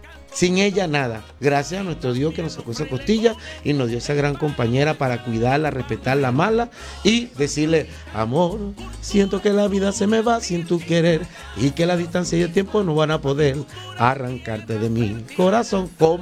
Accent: Venezuela; Yo soy de Venezuela, pero me uní con tres amigos colombianos que somos como hermanos.

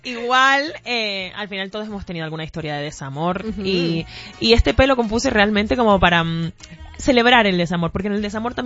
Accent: Canary Islands, Spain; Yo soy de Canarias y en Canarias somos de playa, somos de buen clima, de escuchar mucha música latina porque somos lo más latino que hay en España.

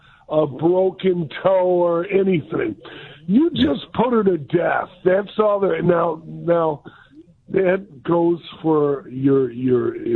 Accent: Detroit, Michigan, United States; Anyway, but I am here, and I'm from Detroit.

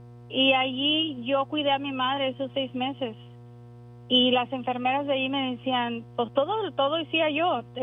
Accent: Texas, United States; also born or lived in Mexico; now in Washington, United States; Soy inmigrante de 5 años. Me vine de México a Texas. Ahí crecí.

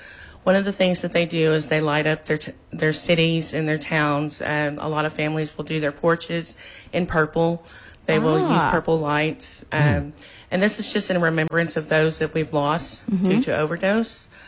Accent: Oklahoma, United States; now in Tahlequah, United States; I came from Oklahoma County, and you're just on your own.

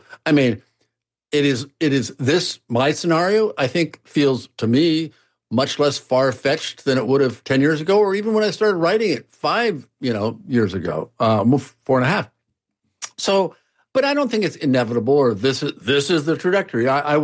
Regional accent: Nebraska, United States; metro areas like Nashville and Memphis and Omaha, Lincoln in my home state and so forth.

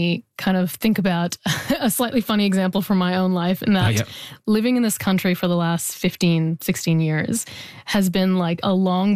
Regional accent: Canada; moved away as an adult; now in Australia; as a Canadian.

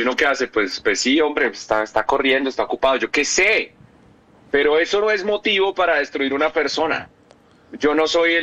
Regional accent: Colombia

